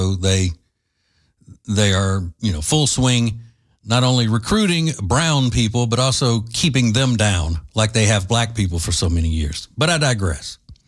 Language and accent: English; Louisiana, United States; Believe me, I'm from Louisiana. And I know what I'm saying here.